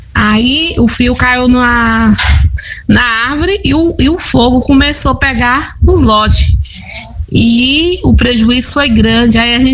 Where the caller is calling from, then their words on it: Bahia, Brazil; Nós somos aqui da Agrovila 8.